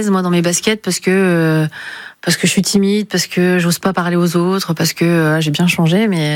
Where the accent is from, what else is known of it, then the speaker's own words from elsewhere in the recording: Grand-Quevilly, Normandy, France; En Normandie, j'ai grandi à Grand-Quevilly, donc j'ai fait toute ma scolarité de la maternelle jusqu'au lycée à Grand-Quevilly, et puis après Mont-Saint-Aignan pour la fac.